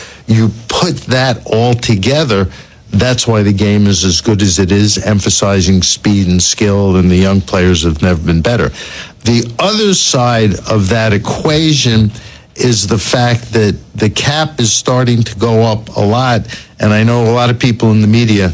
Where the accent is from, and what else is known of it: New York, United States; born or raised there